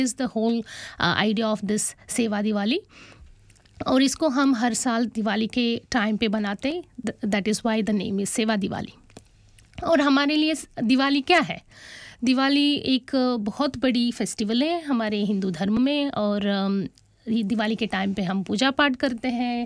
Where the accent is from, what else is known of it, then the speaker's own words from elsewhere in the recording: Karnataka, India; Hindi is a second language; now in Melbourne, Australia; मैं RMIT में lecturer हूँ और यहाँ थानीट में पिछले 9 साल से रह रही हूँ और मूलतः कर्नाटक भारत से बिलोंग करती हूँ।